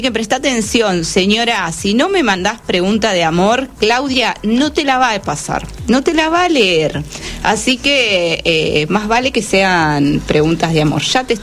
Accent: Mar del Plata, Buenos Aires Province, Argentina; yo soy de Mar del Plata y siempre vengo

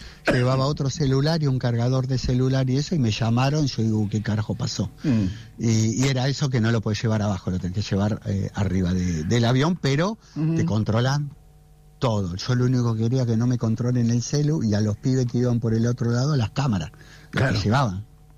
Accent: Argentina; somos los argentinos

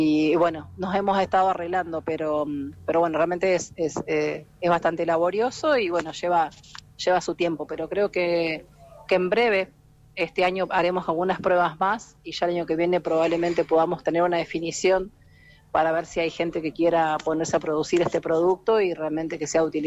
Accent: Argentina; como buenas investigadoras argentinas, nos ingeniamos para hacer una incubadora casera

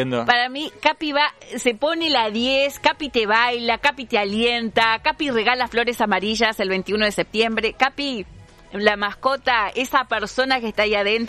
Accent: Argentina; porque somos argentinos

